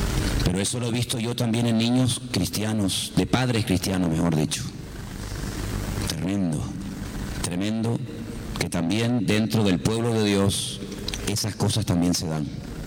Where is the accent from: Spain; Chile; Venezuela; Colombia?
Venezuela; born there; Yo nací en Venezuela en los años 61.